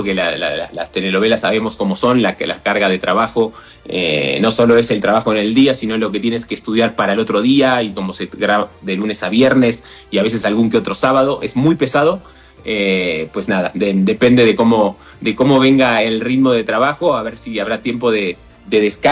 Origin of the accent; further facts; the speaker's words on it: Argentina; born there; moved away; vine con un amigo que es de mi ciudad natal también, que él estuvo 5 años nada más. Pero sí, el golpe de realidad comparado con Argentina era abismal.